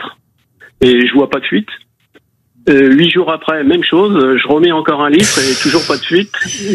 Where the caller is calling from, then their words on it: Nouvelle-Aquitaine, France; je suis entre Poitiers et Limoges, donc il fait très chaud.